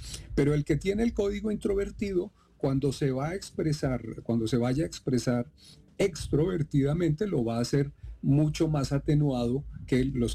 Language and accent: Spanish; Bogotá, Colombia; Yo soy Rolo Chapinero Unoala, pero además soy colombiano y soy colombiano y pertenezco y me miran como colombiano aquí